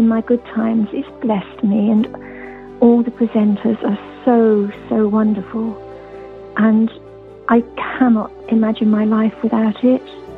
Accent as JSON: {"language": "English", "town": "Enfield", "region": "London", "country": "United Kingdom", "said": "I'm from Enfield, Middlesex."}